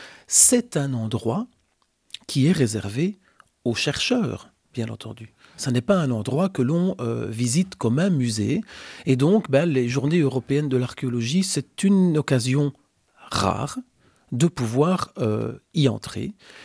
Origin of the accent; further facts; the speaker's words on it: Wallonia, Belgium; Il est chez nous en Wallonie et ça, c'est assez cool de le dire.